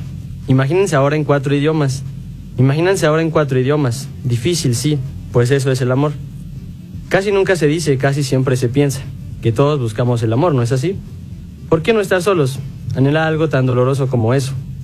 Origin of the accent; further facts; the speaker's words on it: State of Mexico, Mexico; now in Pachuca, Mexico; soy originario del Estado de México, pero radico en Pachuca.